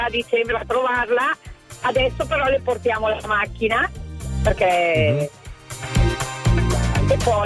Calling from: Lombardy, Italy; io sono partita dalla provincia di Bergamo

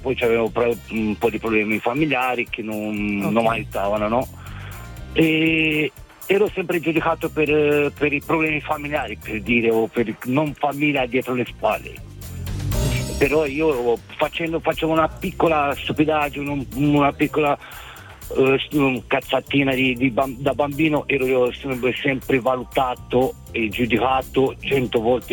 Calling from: Siena, Tuscany, Italy

